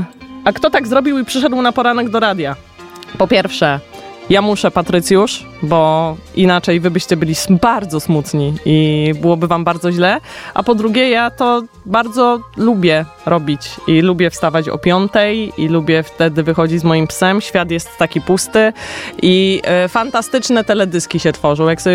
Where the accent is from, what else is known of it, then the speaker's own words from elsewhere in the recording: Nowy Sącz, Lesser Poland, Poland; moved away as an adult; pochodzę z Nowego Sącza i wyemigrowałam z niego kilkanaście lat temu. Nie wiem ile już, 15?